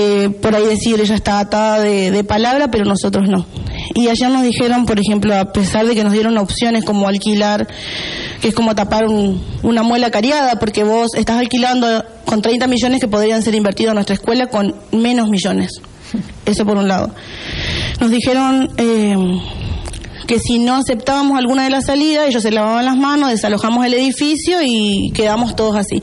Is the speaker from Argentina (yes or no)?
yes; Vera, Santa Fe, Argentina; moved away as an adult; now in Reconquista, Argentina; Yo soy oriunda de Vera, estoy viviendo actualmente en Reconquista